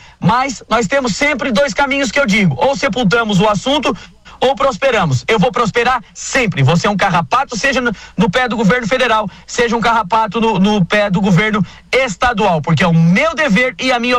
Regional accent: Santa Catarina, Brazil; Eu faço parte da bancada da Grande Florianópolis, mas eu sou do Sul do estado.

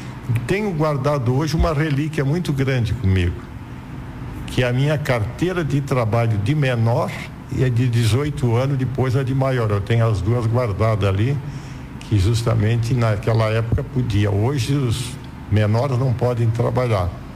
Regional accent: Gravatal, Santa Catarina, Brazil; born there; Eu poderia dizer, nasci em Tubarão, porque eu digo, não, mas eu nasci em Gravatal, que é onde eu era o local hoje, até é Gravatal. Mas eu vim para cá com 13 anos aí, quer dizer.

